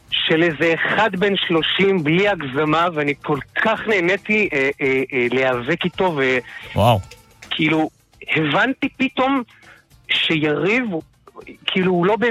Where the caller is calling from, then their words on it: Bnei Brak, Tel Aviv District, Israel; אני מבני ברק.